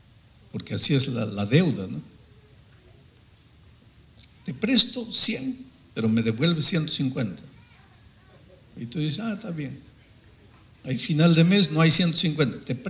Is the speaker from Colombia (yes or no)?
no; Brazil; el taxista me dice, ¿de dónde vienes? De Brasil.